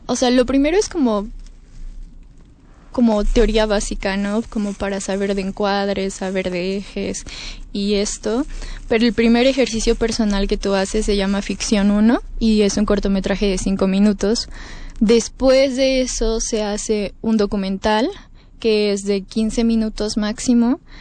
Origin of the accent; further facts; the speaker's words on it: San José Iturbide, Guanajuato, Mexico; San José Iturbide, Guanajuato, de donde yo soy, de donde es mi familia materna